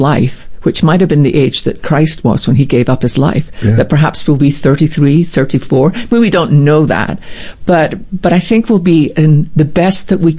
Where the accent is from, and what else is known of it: Scotland, United Kingdom; born or raised there